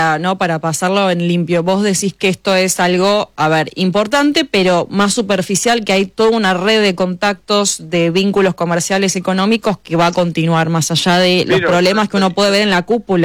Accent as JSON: {"language": "Spanish", "region": "Formosa", "country": "Argentina", "said": "soy de Formosa"}